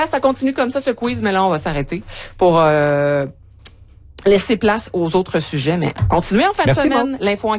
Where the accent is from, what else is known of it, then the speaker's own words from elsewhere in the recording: Quebec, Canada; Ça a été le cas chez nous au Québec aussi.